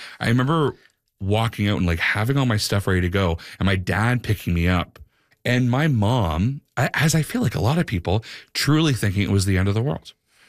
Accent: Canada; There is an immense amount of pride that you feel as a Canadian

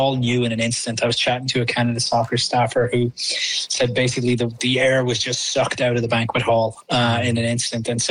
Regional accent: Ireland; moved away; I grew up in Ireland, as you know, Chris.

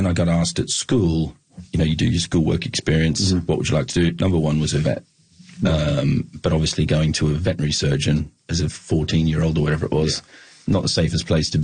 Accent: Williamtown, New South Wales, Australia; So I grew up there in Williamtown, quite a rural area, and probably typical of most Australian families

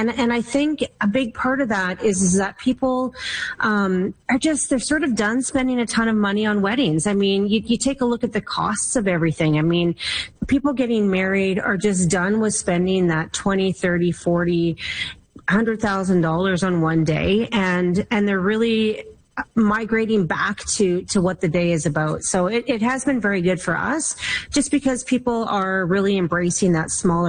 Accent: Saskatchewan, Canada; now in Alberta, Canada; I'm from Saskatchewan, so I love a good Saskatchewan girl.

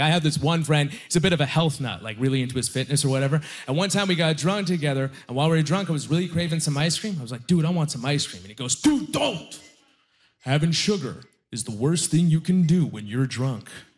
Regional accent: Turkey; first language Aramaic; English is a second language; My family, we're originally from Turkey, but we're not actually Turkish, though. We're what's known as Assyrians. Not Syrians, Assyrians. It's a rare ethnicity, which actually means my first language is an ancient language known as Aramaic.

